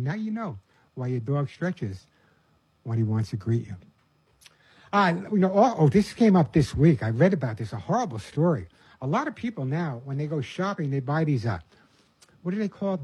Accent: New York, United States; Yeah, I'm from Long Island. I lost my accent, I know.

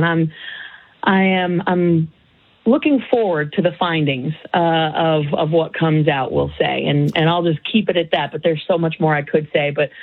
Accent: Castle Rock, Colorado, United States; So, you know, that's my home state. I mean, I grew up in Castle Rock, but not too far, about 40 miles north of there.

